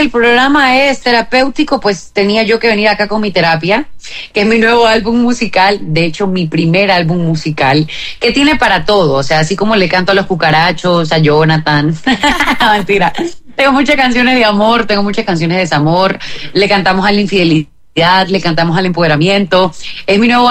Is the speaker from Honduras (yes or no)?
no; Ecuador